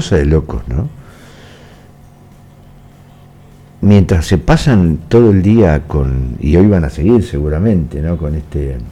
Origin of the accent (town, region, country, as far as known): Argentina